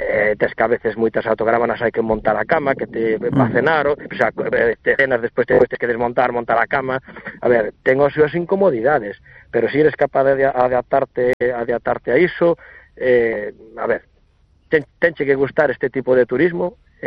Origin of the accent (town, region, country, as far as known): Redondela, Galicia, Spain